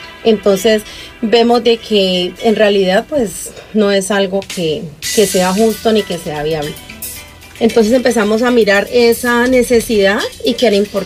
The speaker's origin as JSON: {"language": "Spanish", "country": "Colombia", "moved": "as an adult", "lives_now": "Zaragoza, Spain", "said": "soy colombiana"}